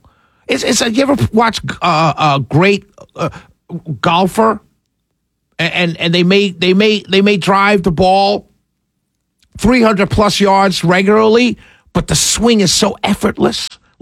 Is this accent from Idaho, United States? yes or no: no; New York, United States; I don't like Philly fans because I'm a New Yorker.